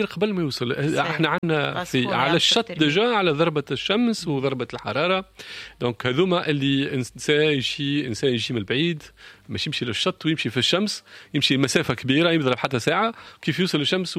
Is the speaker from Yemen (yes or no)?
no; Tunisia; اللي عندنا في تونس وفي السواحل التونسية